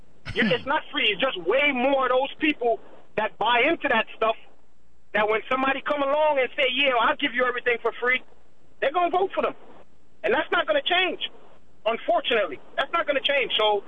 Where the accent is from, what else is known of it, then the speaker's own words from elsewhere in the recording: New York City, New York, United States; I grew up in the Bronx.